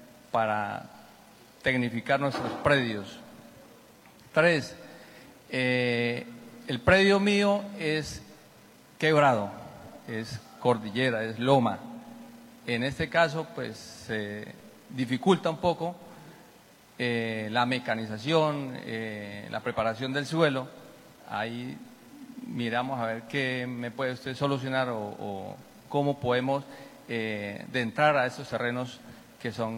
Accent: Saravena, Arauca, Colombia; Vengo del municipio de Saravena.

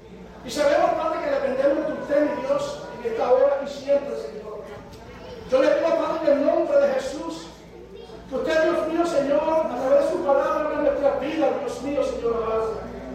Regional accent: Puerto Rico; yo soy de Puerto Rico, hermano.

